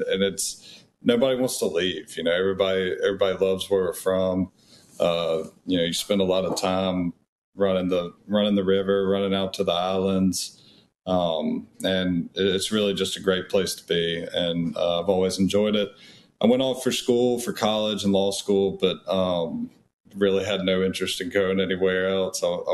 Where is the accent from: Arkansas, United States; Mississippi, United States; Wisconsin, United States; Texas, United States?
Mississippi, United States; Ocean Springs; also born or lived in Moss Point / Pascagoula; Yeah. So growing up, I was born in Ocean Springs. When I was a kid, my parents were back and forth from Moss Point and Pascagoula.